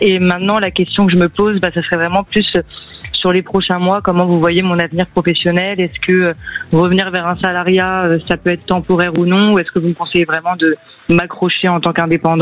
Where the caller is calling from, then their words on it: Paris, Île-de-France, France; De Paris.